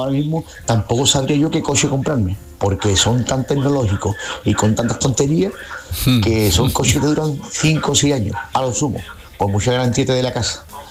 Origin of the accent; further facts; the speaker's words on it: Cádiz, Andalusia, Spain; aquí de Cádiz.